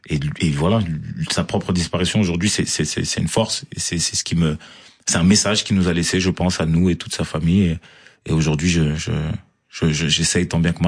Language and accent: French; Marseille, Provence-Alpes-Côte d'Azur, France; born there